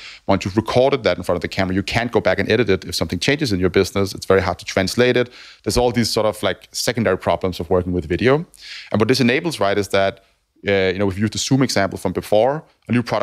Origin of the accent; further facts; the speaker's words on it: Copenhagen, Capital Region of Denmark, Denmark; moved away as an adult; now in London, United Kingdom; So I grew up in Denmark, in Copenhagen.